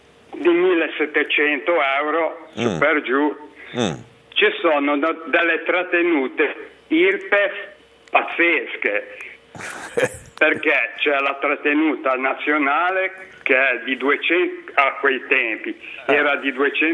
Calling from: Cogoleto, Liguria, Italy; Sono di Cogoleto, di Cogoleto.

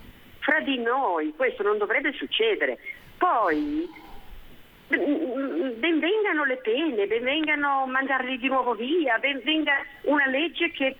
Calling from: Genoa, Liguria, Italy; siamo bianchi e siamo di Genova e siamo

